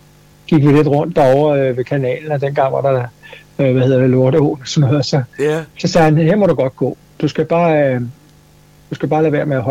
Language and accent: Danish; Copenhagen, Capital Region of Denmark, Denmark; Jeg voksede op i Urbanplan. Vi kom ud fra Vesterbro, og jeg flyttede derud, da jeg var 4 år gammel